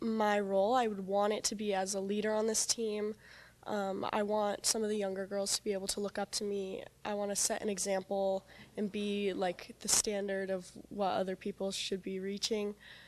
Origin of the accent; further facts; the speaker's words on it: Portland, Oregon, United States; So I'm from Portland, Oregon